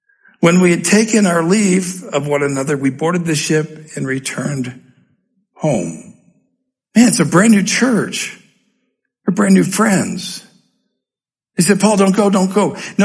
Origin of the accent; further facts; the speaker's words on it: Denver, Colorado, United States; So here I come from Denver, Colorado. In Denver, Colorado, I am a mountain man.